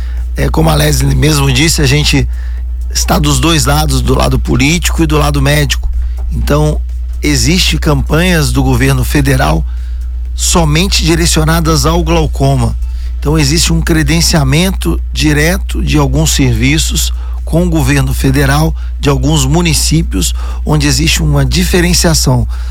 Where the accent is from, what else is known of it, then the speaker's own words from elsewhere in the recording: Juiz de Fora, Minas Gerais, Brazil; moved away as an adult; now in Caraguatatuba, Brazil; Estou há 29 anos em Caraguá e sou mineiro de Juiz de Fora.